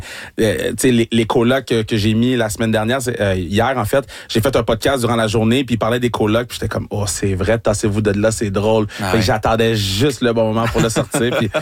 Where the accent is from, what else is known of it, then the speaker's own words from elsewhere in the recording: Laval, Quebec, Canada; parce que je viens de Laval à Valourien puis faut toujours représenter